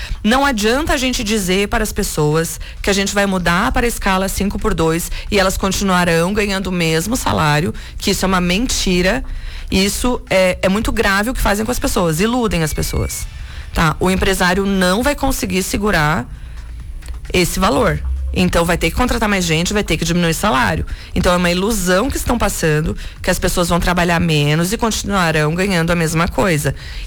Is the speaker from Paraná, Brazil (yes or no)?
no; Santa Catarina, Brazil; born there; moved away; Eu defendo muito a Serra Catarinense, eu quero trabalhar pela Serra Catarinense, de onde eu nasci, de onde eu saí, para onde eu voltei.